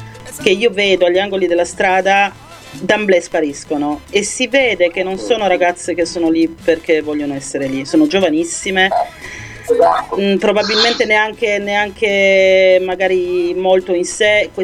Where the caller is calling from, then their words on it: Turin, Piedmont, Italy; anch'io sono di Torino